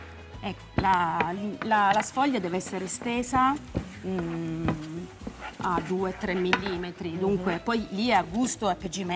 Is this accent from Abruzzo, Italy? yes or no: no; Apulia, Italy; now in Brescia, Italy; Un paesino a pochi chilometri da Santa Maria di Leuca.